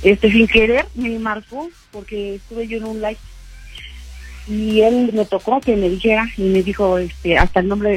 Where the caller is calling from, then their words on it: Temascalapa, State of Mexico, Mexico; No, estoy en el Estado de México.